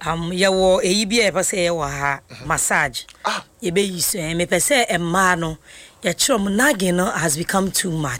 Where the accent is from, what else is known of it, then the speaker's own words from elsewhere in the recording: Nigeria; Me, I am from Nigeria.